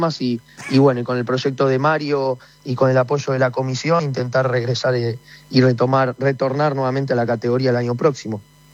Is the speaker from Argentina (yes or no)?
yes; Argentina; moved away as an adult; now in Paraguay